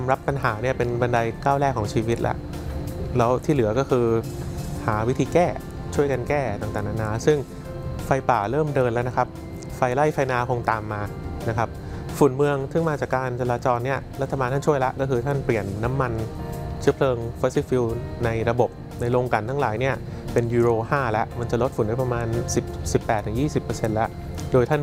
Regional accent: Bangkok, Thailand

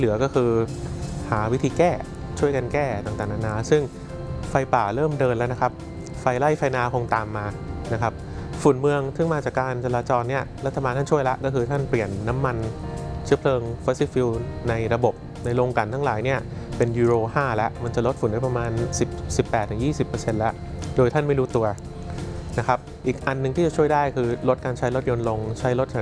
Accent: Bangkok, Thailand

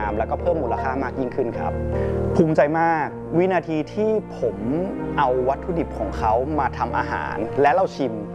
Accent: Chiang Mai, Thailand; เป็นคนเชียงใหม่โดยแท้จริงแล้วเราเติบโตมาในบ้านเมืองเชียงใหม่

